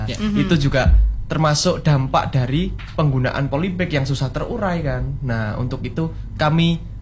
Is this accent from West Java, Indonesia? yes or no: no; Ngawi, East Java, Indonesia; Saya kan dari Ngawi asalnya kan. Di situ kan Ngawi kan termasuk salah satu lumbung padi terbesar di Indonesia kan.